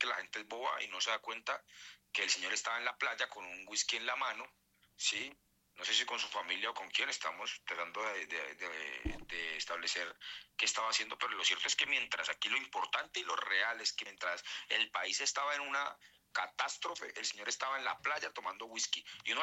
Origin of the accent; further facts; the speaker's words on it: Cali, Valle del Cauca, Colombia; yo, que soy del territorio de Cali, que he estado allá en Buenaventura, en el norte del Valle